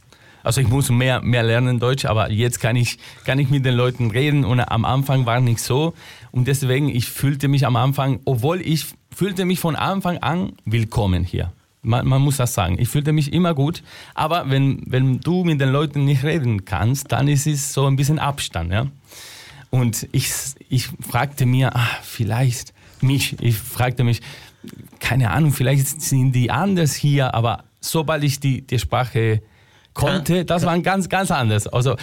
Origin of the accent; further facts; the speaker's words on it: Rosario, Santa Fe, Argentina; German is a second language; moved away as an adult; now in Austria; Und dann habe ich eigentlich in Buenos Aires schon, also in der Hauptstadt von Argentinien und in meiner Heimatstadt Rosario, habe ich schon als Musical-Darsteller gearbeitet.